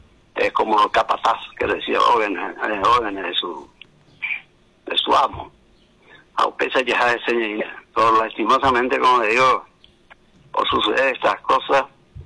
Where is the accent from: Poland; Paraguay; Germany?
Paraguay; born there; así como nací en el Paraguay